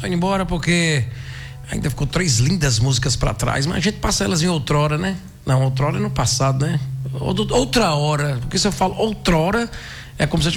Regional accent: Brazil; Nós somos brasileiros mesmo nessa cabeça de leitor.

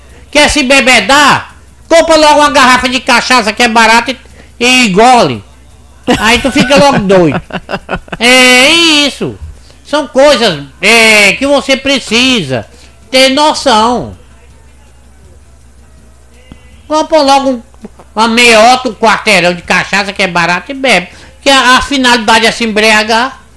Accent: Ceará, Brazil; now in Teresina, Brazil; Sou uma pessoa simples, humilde, vim do interior do Ceará, almoço, janto, feijão, farinha, cuscuz, arroz, não como caviar

